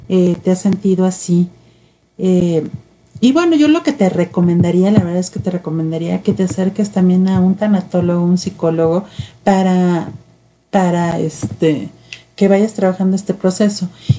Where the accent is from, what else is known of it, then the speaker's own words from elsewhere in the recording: Mexico; Sobre todo cuando somos mexicanos, que nuestras preocupaciones y emociones es a través de la comida, ¿no?